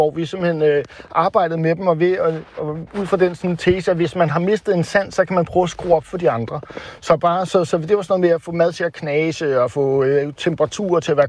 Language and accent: Danish; Måløv, Capital Region of Denmark, Denmark; nede i Måløv, hvor jeg er vokset op